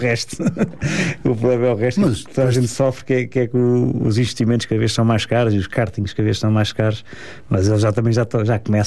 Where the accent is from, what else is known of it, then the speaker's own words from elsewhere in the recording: Mafra, Lisbon, Portugal; sou nascido, quer dizer, nascido não, mas desde um dia de ter nascido sou de Mafra, até tenho 43 anos